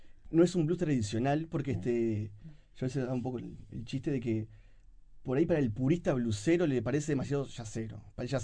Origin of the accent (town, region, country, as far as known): Uruguay; born there